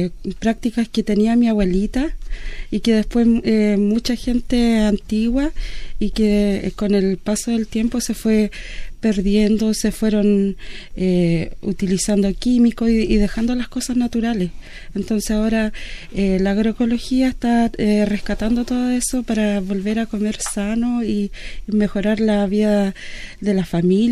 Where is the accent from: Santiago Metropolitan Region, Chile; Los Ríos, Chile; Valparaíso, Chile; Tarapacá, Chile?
Los Ríos, Chile; Paillaco; yo soy de Paillaco, hacia el campo, camino Futrono